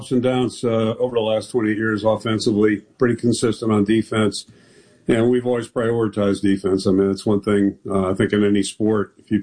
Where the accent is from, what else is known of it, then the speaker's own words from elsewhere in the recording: Pittsburgh, Pennsylvania, United States; You know, it's growing up in Pittsburgh, I long admired what the Steelers did.